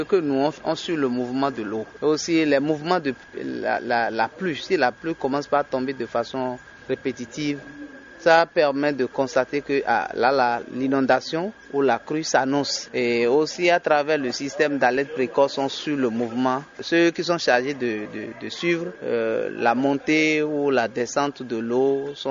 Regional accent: Ouémé, Benin; originaire de Asrosa, un village de la cuisse de l'arrondissement central d'Adjo.

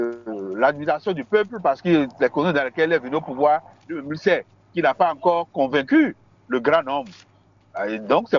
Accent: Benin; je reviens rapidement chez moi, au Bénin

